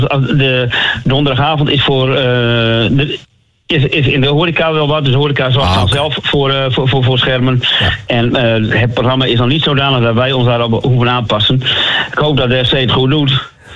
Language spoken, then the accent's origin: Dutch; Delfzijl, Groningen, Netherlands; Ik ben geboren en getogen in Delfzijl.